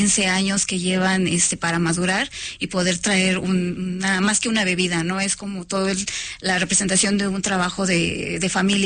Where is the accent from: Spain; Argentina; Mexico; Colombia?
Mexico; Y es conservar como mexicanos esta parte de que pues el mezcal nos dé a conocer en otros lados